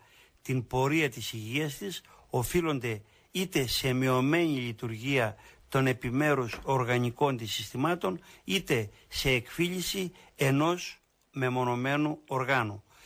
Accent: Thessaly, Greece; στο χωριό μου, σε ένα ορεινό χωριό της Καρδίτσας

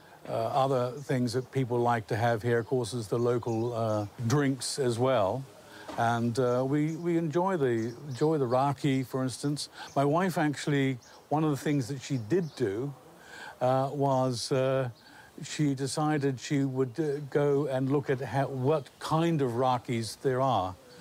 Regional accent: New Zealand; for me, as a New Zealander, all the way from New Zealand, for me it was v

